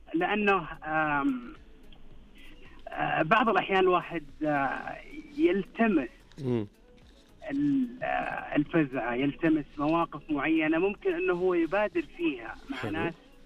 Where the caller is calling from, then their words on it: Riyadh, Riyadh Province, Saudi Arabia; أنا أكلمك من الرياض